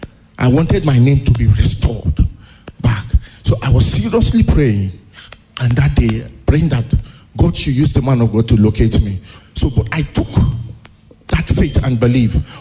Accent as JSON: {"language": "English", "region": "Cross River", "country": "Nigeria", "lives_now": "Abuja, Nigeria", "said": "I am from Cross River State. I stay in Bega."}